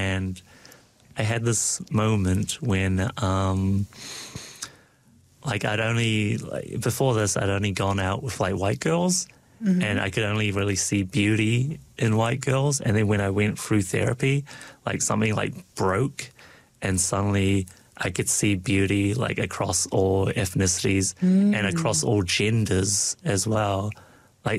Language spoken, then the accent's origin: English; Dunedin, Otago, New Zealand; first language Cantonese; Well, things got fucky growing up in New Zealand. Because like very quickly on, I realized how different I was from the other kids. Because Dunedin's very white.